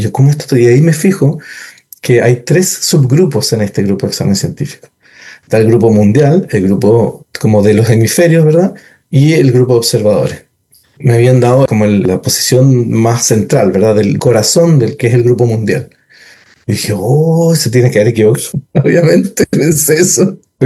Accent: Chile; Uno también siempre como buen chileno

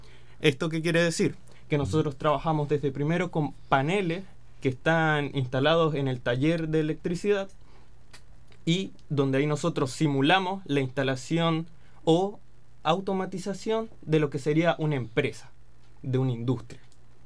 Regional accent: Linares, Maule, Chile; Yo soy acá también de Linares.

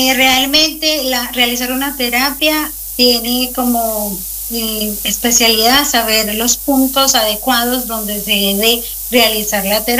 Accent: Colombia; moved away as an adult; now in Coyhaique, Chile; Yo soy de Colombia y allá inicié a estudiar eso como hobby y me vine a este maravilloso lugar, a Patagonia

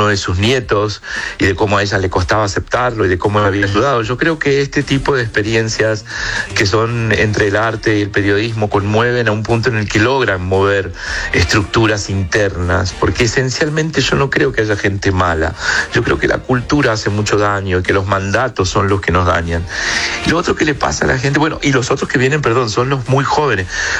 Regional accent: La Unión, Los Ríos, Chile; born there

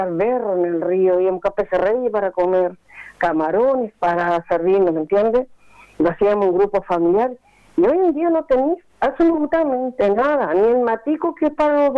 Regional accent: Cabildo, Valparaíso, Chile; Yo nací y crié en mi pueblo de Cabildo, el sector de San José, donde toda vida he vivido

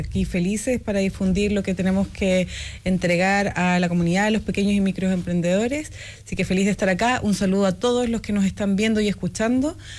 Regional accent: Coyhaique, Aysén, Chile; born there; also born or lived in Cochrane; soy ingeniero comercial de la Católica de Valparaíso, de Coyhaique. No nací en Cochrane, porque en ese tiempo, bueno, ahora tampoco, no se nacía en Cochrane, pero de allá estuve, después me vine a vivir acá

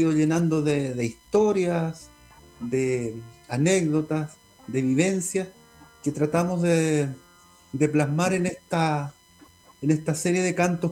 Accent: Loncoche, Araucanía, Chile; born there

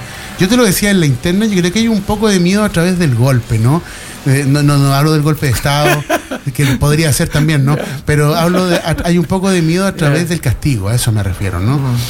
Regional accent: Chile

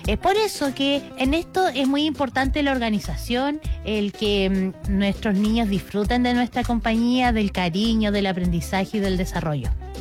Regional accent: Puerto Ibáñez, Aysén, Chile; yo en mi infancia, que mi infancia fue en Puerto Ibáñez

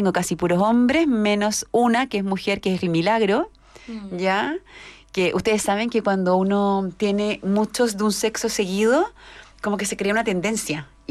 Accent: Rancagua, O'Higgins, Chile; moved away; si no mi mamá se enoja. Soy de Rancagua, estudié allá en el Colegio Instituto Inglés y soy periodista.

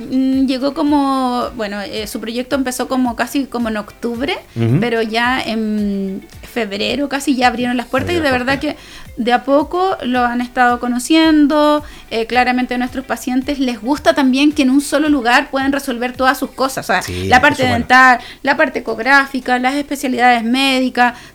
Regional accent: Arica, Arica y Parinacota, Chile; now in Santa Cruz, Chile; Yo soy de Arica y claramente llevo ya 18 años aquí en la región Santa Cruz

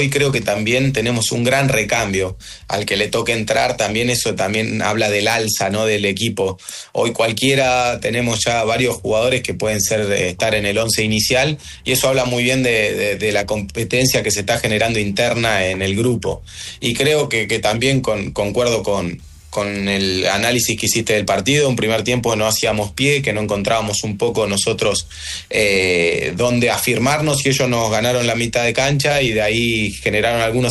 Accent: Bariloche, Río Negro, Argentina; moved away as an adult; now in Biobío Region, Chile; porque nosotros somos de Bariloche.

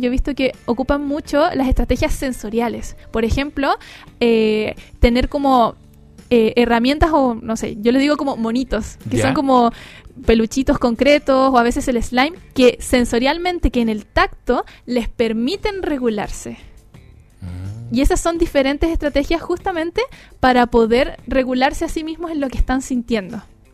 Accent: Chile; como somos los chilenos

